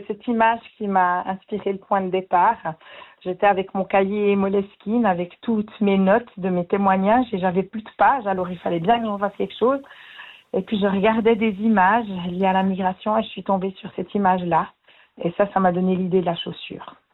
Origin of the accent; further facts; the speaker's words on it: Saint-Imier, Bern, Switzerland; quand j'étais petite à Saint-Imier, il y avait beaucoup de migrants italiens qui n'étaient pas toujours bien traités. C'était dans les années 70. J'ai appris l'italien avec eux dans la rue